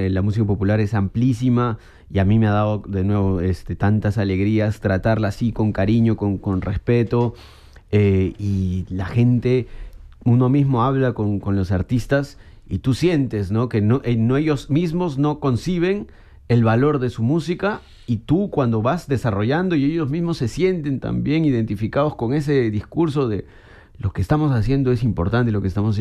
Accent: Lima, Peru; yo nací en Lima, pero mis padres son guarochiranos. Órale. Incluso tengo abuelos que, mi abuelo materno es de Amazonas, ¿no?

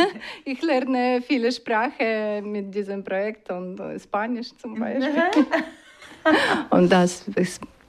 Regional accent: Ukraine; German is a second language; now in Switzerland; ich komme aus der Ukraine. Und seit 3 Jahre alt wohne ich in der Schweiz.

